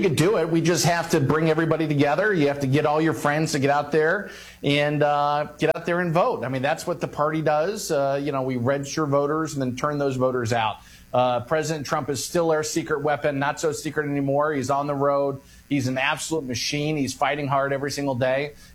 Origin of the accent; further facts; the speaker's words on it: Florida, United States; I'm from Florida, where we have probably the most, the safest elections in the country.